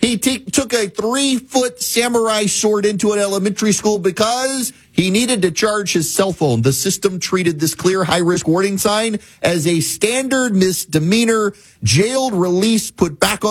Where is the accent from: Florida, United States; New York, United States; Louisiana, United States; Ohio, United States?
Louisiana, United States; Jackson; now in Georgia, United States; I am from Jackson, Louisiana.